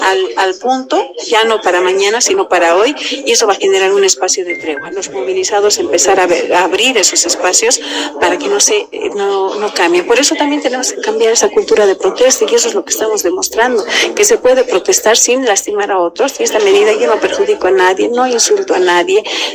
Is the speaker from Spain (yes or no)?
no; Bolivia